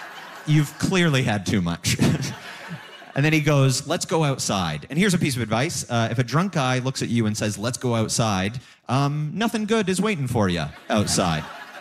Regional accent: Hamilton, Ontario, Canada; moved away; I'm from Hamilton originally

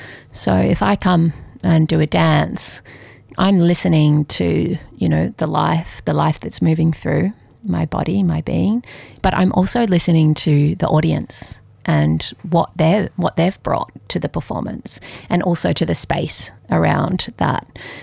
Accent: Melbourne, Victoria, Australia; moved away; growing up in Melbourne

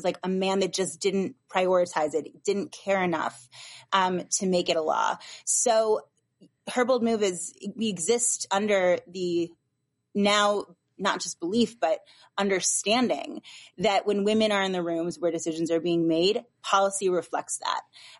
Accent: Michigan, United States; Michigan.

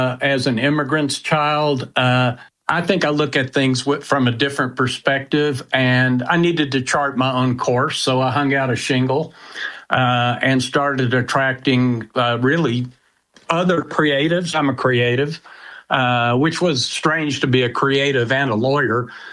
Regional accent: Grand Prairie, Texas, United States; I grew up in Grand Prairie and went to Davy Crockett King of the Wild Frontier Elementary School.

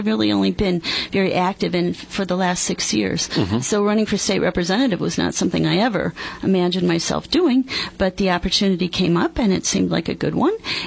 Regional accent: Peru, Illinois, United States; now in LaSalle, United States; I grew up in Peru, currently live in LaSalle.

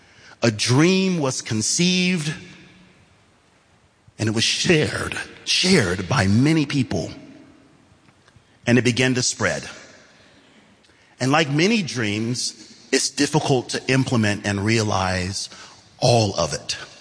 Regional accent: Georgia, United States; Well, I grew up in Georgia and our baseball team, the Atlanta Braves. And I bring that up because growing up in Georgia, my first profession was as a middle school educator.

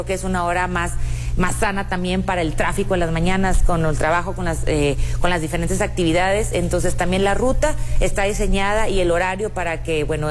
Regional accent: Mexico; nos gusta mucho a nosotros como mexicanos y como padres de familia

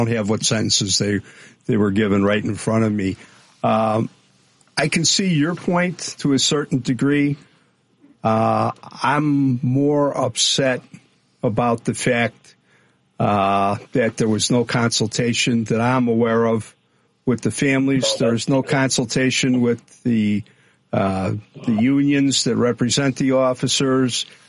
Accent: Chicago, Illinois, United States; my childhood in Chicago

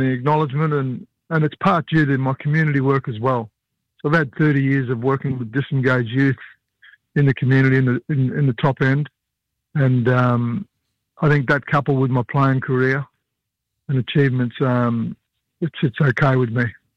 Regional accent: Darwin, Northern Territory, Australia; I was known as a young fella growing up in Darwin as

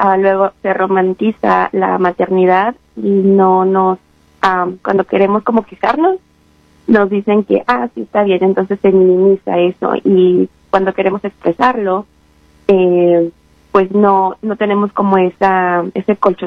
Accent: Apizaco, Tlaxcala, Mexico; soy mexicana del estado de Tlaxcala, es el estado más chiquito que se encuentra en la República Mexicana, en la ciudad de Apitaco.

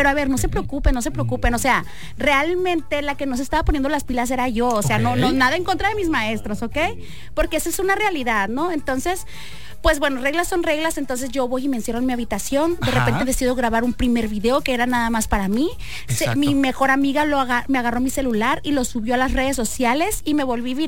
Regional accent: Culiacán, Sinaloa, Mexico; pues yo soy de Culiacán, Sinaloa

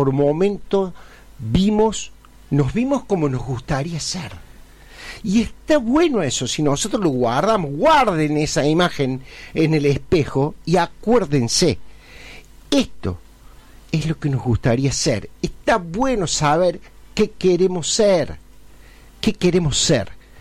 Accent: Argentina; nos vamos identificando poco a poco como argentinos, con lo bueno, lo malo, somos argentinos.

